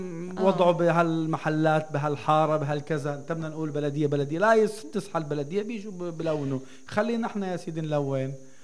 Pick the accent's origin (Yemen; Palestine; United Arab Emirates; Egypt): Palestine; Nablus, West Bank; مش والله إحنا لما نطلع من نابلس نقول شوفوا إذا هاي قرية صغيرة